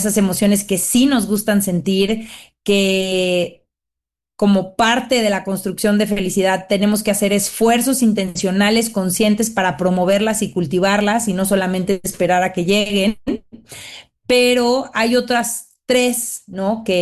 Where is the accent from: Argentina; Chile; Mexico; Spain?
Mexico; me sentí muy, muy orgullosa de ser mexicana